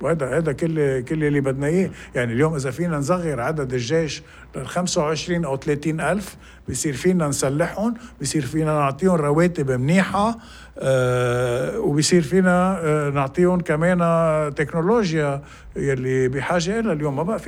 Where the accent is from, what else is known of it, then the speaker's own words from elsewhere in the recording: Lebanon; نحن كشعب لبناني